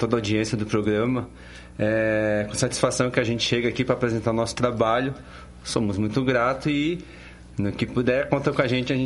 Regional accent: Criciúma, Santa Catarina, Brazil; born there; moved away as an adult; now in Paraná, Brazil; Eu sou nascido em Criciúma, Santa Catarina. E moro aqui no Paraná.

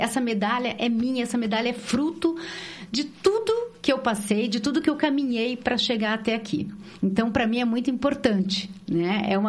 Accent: Brazil; eu sou brasileira

